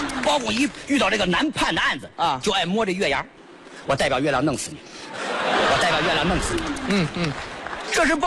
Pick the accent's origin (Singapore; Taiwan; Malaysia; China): China; Shaanxi; 作为一个陕西人，我最喜欢的还是豫剧。